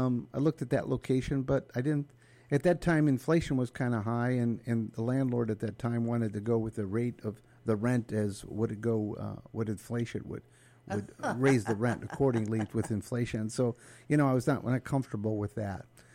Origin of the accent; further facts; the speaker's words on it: Crown Point, Indiana, United States; moved away as an adult; also born or lived in Gary, Indiana / La Porte, Indiana; now in Plymouth, United States; I was born here. I was born in Gary and raised in Crown Point.